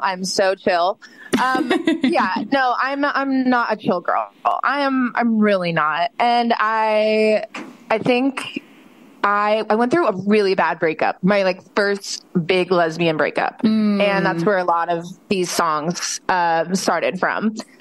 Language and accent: English; Florida, United States; You know, like where I grew up in Florida, I didn't really know another gay person